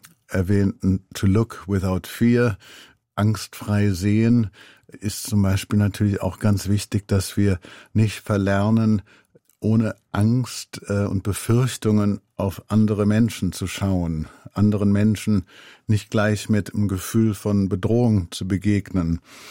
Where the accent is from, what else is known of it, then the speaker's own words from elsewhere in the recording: Remscheid, North Rhine-Westphalia, Germany; ich habe in meiner Heimatstadt Remscheid vor 2-3 Jahren viel fotografiert.